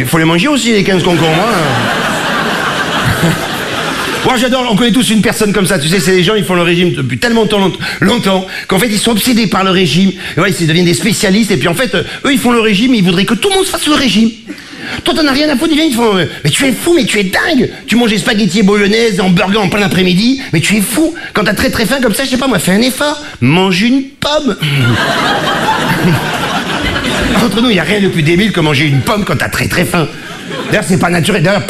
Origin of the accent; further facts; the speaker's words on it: Marseille, Provence-Alpes-Côte d'Azur, France; now in Paris, France; quand je suis arrivé à Paris, je suis mec d'Afrique du Sud, j'étais marseillais, bourgeois, ouais, il est feignant, tout ça.